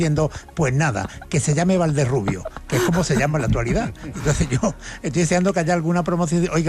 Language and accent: Spanish; Alcalá de Guadaíra, Andalusia, Spain; En mi pueblo se hizo un pleno municipal para poner la tilde. Eso no hay precedente.